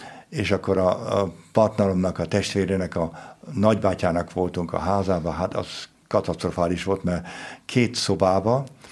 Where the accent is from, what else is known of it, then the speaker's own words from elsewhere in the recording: Budapest, Hungary; Itt születtem Budapesten, és Békásmegyerre laktam, mint gyerek.